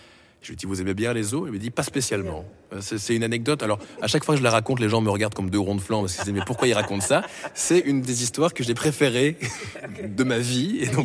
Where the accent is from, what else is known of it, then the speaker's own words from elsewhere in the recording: Brussels, Brussels-Capital Region, Belgium; Alors on dit: ben, on vient de Bruxelles, en Belgique.